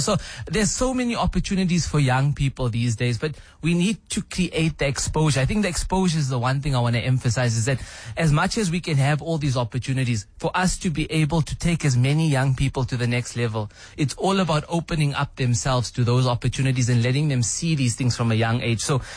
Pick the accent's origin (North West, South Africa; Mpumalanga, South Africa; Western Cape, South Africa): North West, South Africa; Klerksdorp; I was brought up in the Northwest, small little town called Klerksdorp. Now it's no longer that small.